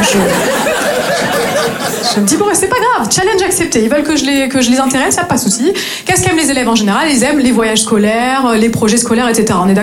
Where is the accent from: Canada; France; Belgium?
France; north-east; moved away as an adult; now in Marseille, France